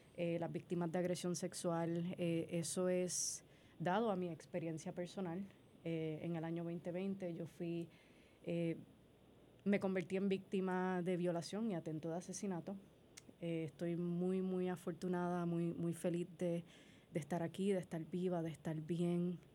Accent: San Juan, Puerto Rico; Sí, nacida y criada en Puerto Rico. Crecí en el sector, en el área de Punta Las Marías.

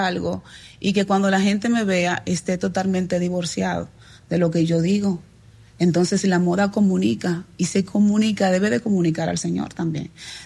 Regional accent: Dominican Republic; Soy dominicana.

